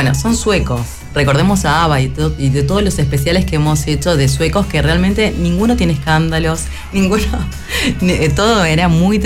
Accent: Argentina

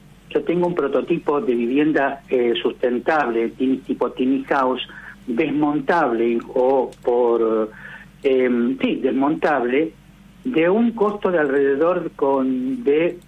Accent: General Roca, Río Negro, Argentina; Yo vengo de la provincia de Río Negro, he tratado con absolutamente todos los colores políticos porque yo llevé adelante un proyecto de ordenanza en la ciudad de General Roca, de donde soy oriundo

